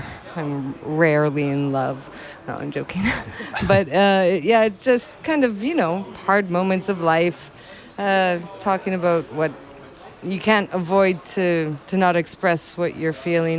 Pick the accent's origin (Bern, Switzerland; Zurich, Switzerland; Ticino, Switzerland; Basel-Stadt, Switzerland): Ticino, Switzerland; Lugano; Next week I'm playing in Lugano, my hometown.